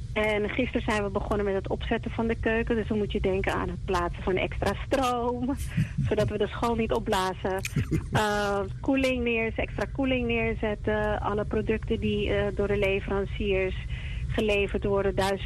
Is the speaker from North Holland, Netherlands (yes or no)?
yes; Amsterdam, North Holland, Netherlands; also born or lived in United States / London; Dat is vaak de Curaçaose, Arubaanse en Surinaamse driehoek voor ons, maar tegelijkertijd geboren en getogen in Amsterdam, naar school gegaan in Amerika en in Londen. Dus breed Caribische gemeenschap als jeugd gehad waarin ik ben opgegroeid.